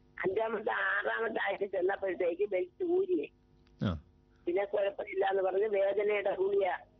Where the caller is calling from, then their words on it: Peyad, Kerala, India; ഞാൻ പേയാട് നിന്നാണ്.